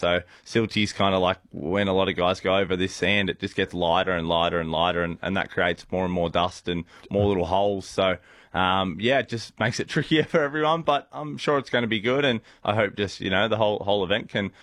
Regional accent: Mildura, Victoria, Australia; We're from Mildura.

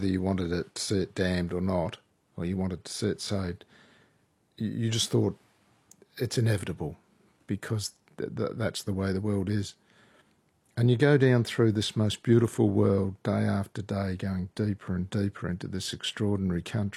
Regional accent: Tasmania, Australia

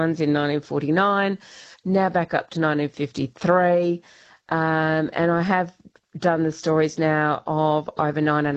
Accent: Boulder, Western Australia, Australia; And I'm from Boulder.

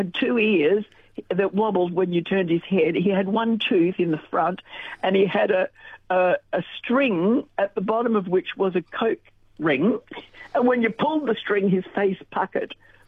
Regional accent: Australia; there was a slogan we had that Humphrey is part of growing up in Australia.

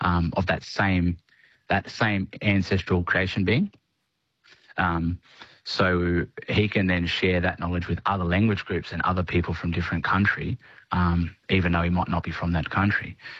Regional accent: New South Wales, Australia; I've been born and raised on the Central Coast, on Darkanon country, while still maintaining those ties to my ancestral country.

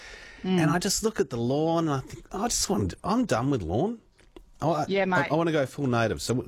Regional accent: Perth, Western Australia, Australia; I think for many, because I grew up in Perth, and for many, the first island experience is Rottnest

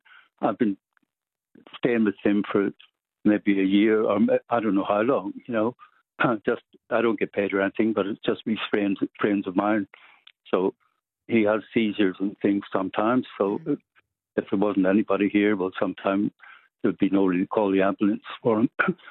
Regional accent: United Kingdom; Sorry, because people think I'm Irish, but the Southern Irish talk very different from us. And Northern Irish. So when you say Union Jack, I let them know we're a British old chap.

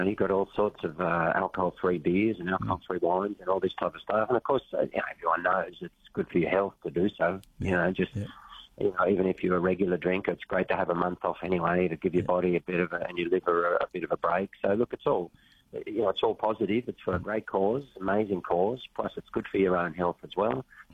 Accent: Lismore, New South Wales, Australia; I'm from Lismore, just down the coast from you guys originally

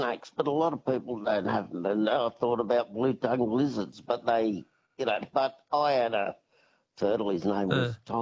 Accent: Scotland, United Kingdom; Sutherlandshire.

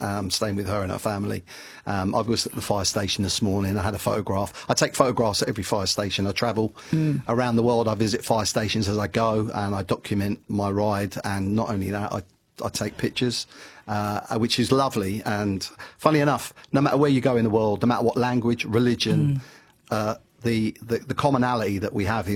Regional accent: London, United Kingdom; because I'm a Londoner

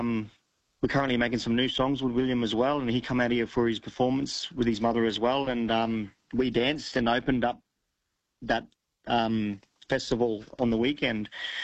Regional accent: Cairns, Queensland, Australia; I grew up in Cairns, like most of my younger life, but I've spent most of my adult life back out here now.

